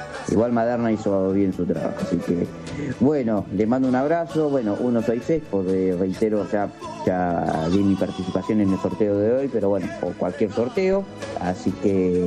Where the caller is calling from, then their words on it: Tablada, Buenos Aires Province, Argentina; de Tablada